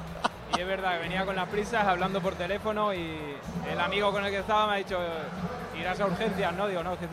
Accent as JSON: {"language": "Spanish", "region": "Valencian Community", "country": "Spain", "said": "a los que somos valencianos"}